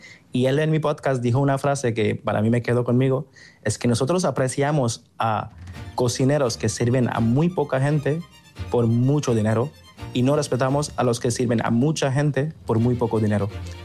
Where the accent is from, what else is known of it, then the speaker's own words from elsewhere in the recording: India; Pero yo, no sé, por mis gustos, que al final yo soy de la India